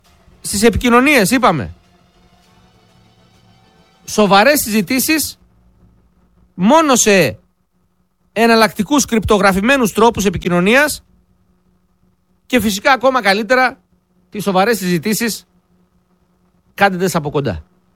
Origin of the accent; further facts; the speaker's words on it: Greece; Είμαστε άνθρωποι με πίστη. Είμαστε Έλληνες.